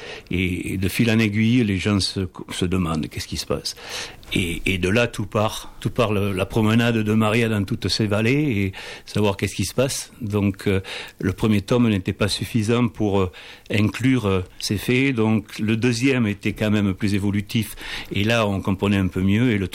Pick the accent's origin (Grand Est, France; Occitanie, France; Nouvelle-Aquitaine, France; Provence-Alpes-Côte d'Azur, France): Occitanie, France; Lourdes; born there; Ah oui, oui, je suis né à Lourdes.